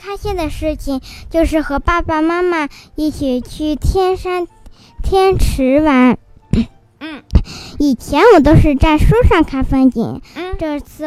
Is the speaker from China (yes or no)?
yes; Xinjiang, China; 我的家乡新疆